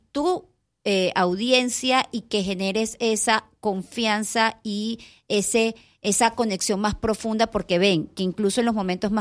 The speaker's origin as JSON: {"language": "Spanish", "country": "Venezuela", "moved": "yes", "said": "los que somos venezolanos venimos golpeados desde junio porque a pesar de que estábamos fuera, era vivirlo como que si estabas adentro."}